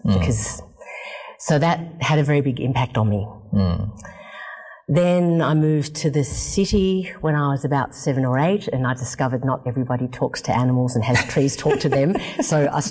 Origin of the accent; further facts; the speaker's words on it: Bega, New South Wales, Australia; born there; I grew up on top of a mountain about 20 minutes outside of a very small country town known as Bega.